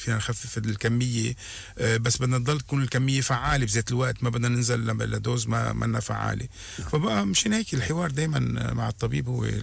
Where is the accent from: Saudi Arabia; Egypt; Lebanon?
Lebanon; عندنا بلبنان